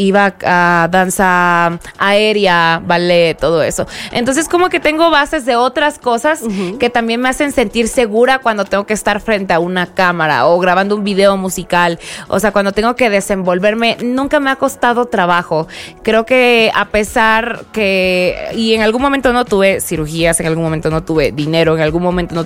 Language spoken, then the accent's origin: Spanish; Veracruz, Mexico; a pesar que soy de Veracruz